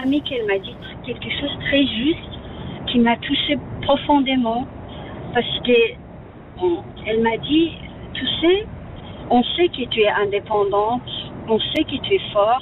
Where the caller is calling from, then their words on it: Saint-Maurice, Valais, Switzerland; J'y vais jusqu'à ma petite chez moi, à Saint-Maurice. Là où je suis. Pas loin, je suis à Aigle, j'étais à Lausanne.